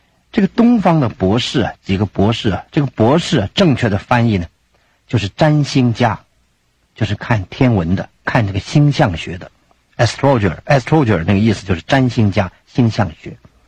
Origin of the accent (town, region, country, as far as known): China